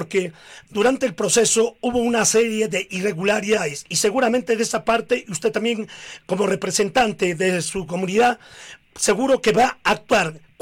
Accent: Parinacochas Province, Ayacucho, Peru; tengo que pechar por mi pueblo, tengo que pechar por mi provincia de Parinacochas

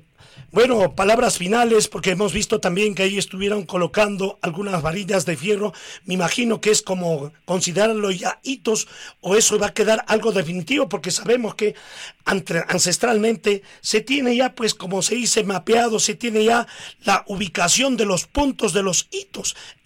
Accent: Parinacochas Province, Ayacucho, Peru; tengo que pechar por mi pueblo, tengo que pechar por mi provincia de Parinacochas

